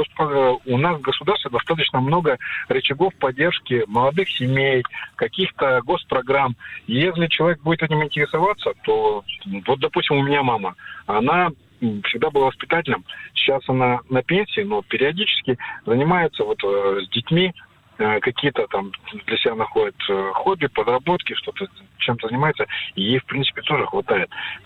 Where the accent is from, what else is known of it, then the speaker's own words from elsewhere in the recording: Khabarovsk, Khabarovsk Krai, Russia; я из Хабаровска. Я юрист, самозанятый.